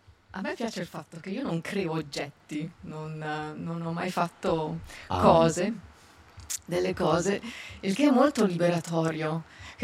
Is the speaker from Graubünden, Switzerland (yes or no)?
no; Cavigliano, Ticino, Switzerland; E quindi, ora che sono tornata da decenni di nomadismo così alla mia terra d'origine, qui a Cavigliano, sono appena tornata in Trania ad abitare.